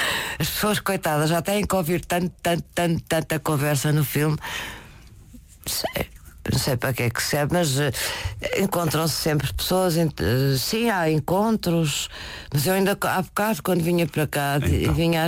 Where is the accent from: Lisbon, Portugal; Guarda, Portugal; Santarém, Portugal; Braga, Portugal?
Lisbon, Portugal; born there; Outro dia na Praça do Município, em Lisboa, que é a terra onde eu nasci, Praça do Município